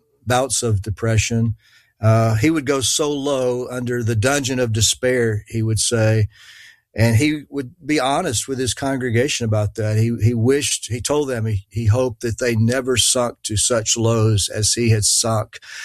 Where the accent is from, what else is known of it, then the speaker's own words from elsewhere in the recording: Dawsonville, Georgia, United States; accent: country; a fellow Dawsonvillian, or used to be at least.